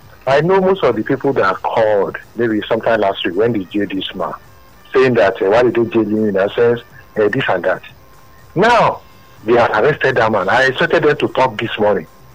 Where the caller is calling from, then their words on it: Oba, Nigeria; I'm calling from Oba.